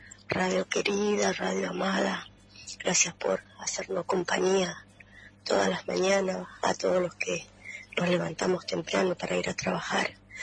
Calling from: Argentina; de Pobre Diablo.

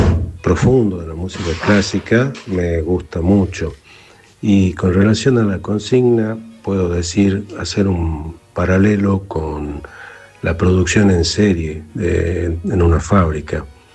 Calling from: Ramos Mejía, Buenos Aires Province, Argentina; de Ramos Mejía.

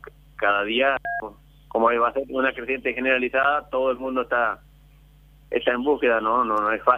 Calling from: Argentina; Sobre las costas del San Lorenzo, en la línea física, más o menos a la mitad entre lo que es Rincón de Nuevo Ya y Villa Constitución, más o menos ahí.

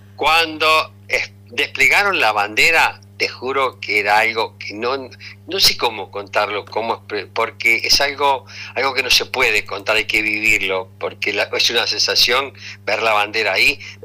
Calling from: El Calafate, Santa Cruz, Argentina; ¿usted es argentino? Le digo, sí, vine de Argentina.

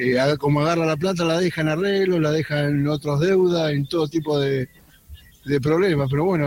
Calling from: El Palomar, Buenos Aires Province, Argentina; del Palomar.

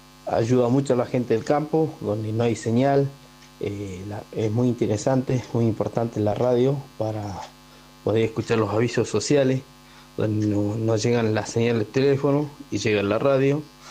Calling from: Río Negro, Argentina; del paraje de Arroyo Las Minas.

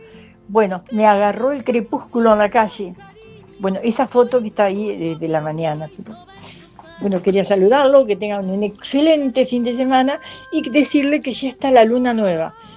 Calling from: Paraná, Entre Ríos, Argentina; Bueno, todo bien por el oeste de Paraná.

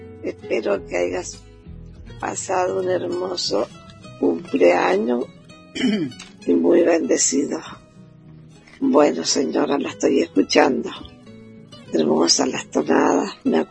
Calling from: Rama Caída, Mendoza, Argentina; de Rama Caída

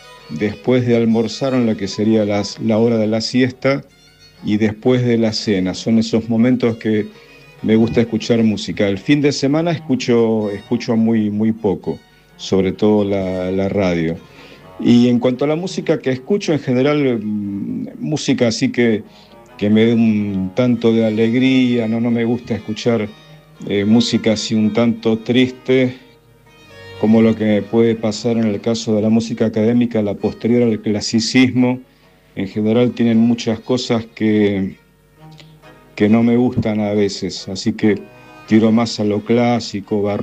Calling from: Vicente López, Buenos Aires Province, Argentina; de Vicente López.

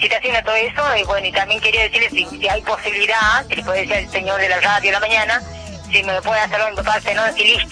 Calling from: Buenos Aires, Argentina; Hablo de Buenos Aires

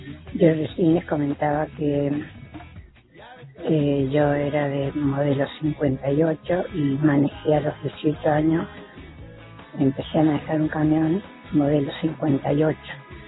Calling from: Cañada Seca, Buenos Aires Province, Argentina; Y soy de Cañada Seca

